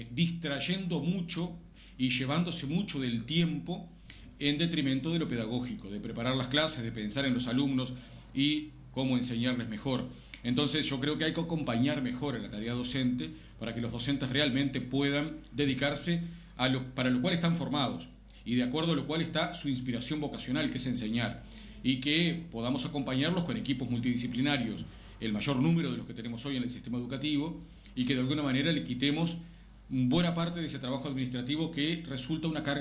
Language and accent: Spanish; Canelones, Uruguay; Yo soy del interior, soy del departamento de Canelones